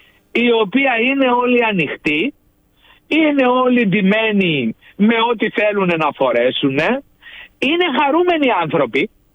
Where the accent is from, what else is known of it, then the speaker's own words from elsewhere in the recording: Greece; εγώ μεγάλωσα στην Ελλάδα στις δεκαετία του 70